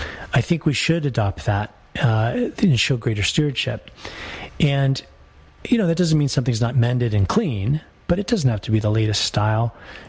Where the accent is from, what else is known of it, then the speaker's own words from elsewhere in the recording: Colorado, United States; born there; moved away as an adult; I came from Colorado